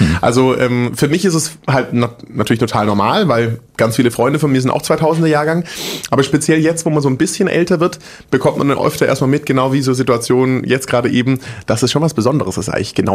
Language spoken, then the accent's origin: German; Großbottwar, Baden-Württemberg, Germany; also born or lived in Stuttgart / Frankfurt; Ich bin in Stuttgart geboren, bin in so einem Kaff aufgewachsen, das heißt Großbottwar.